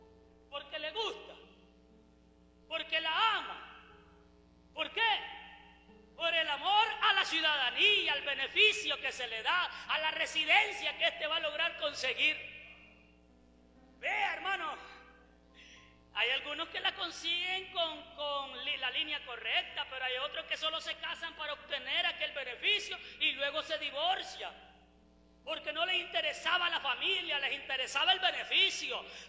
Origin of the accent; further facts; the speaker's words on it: Jucuapa, Usulután, El Salvador; yo soy de Jucuapa.